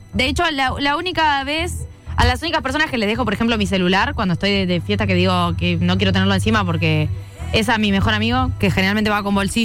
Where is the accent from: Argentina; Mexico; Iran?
Argentina